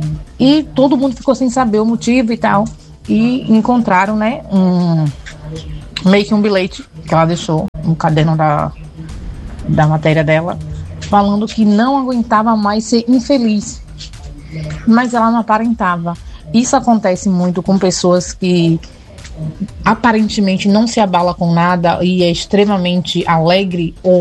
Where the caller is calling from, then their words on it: Alagoinhas, Bahia, Brazil; Falo aqui de Alagoinhas.